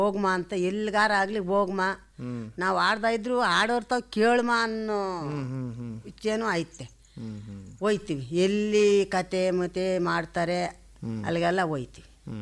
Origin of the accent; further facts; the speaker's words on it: Gende Hosahalli, Karnataka, India; ಮಂಡ್ಯಕೊಪ್ಪಲ ಇತ್ತಲ್ಲ, ಅದರಿಂದ ಮುಂದಕ್ಕೆ ಬಂದು ರೋಡು ಗೆಂಡೆ ಹೊಸಳ್ಳಿ.